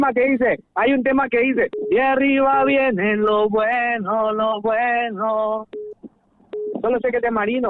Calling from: San Pedro Sula, Cortés, Honduras; les llamo desde San Pedro Sula.

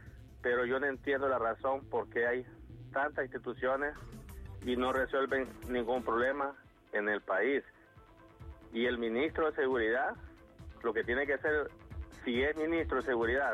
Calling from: Honduras; Yo soy hondureño.

